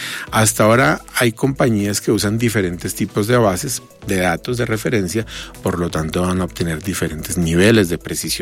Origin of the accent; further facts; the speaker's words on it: Colombia; todos somos colombianos y que muchos realmente, desde el punto de vista genético, tenemos las mismas ancestralidades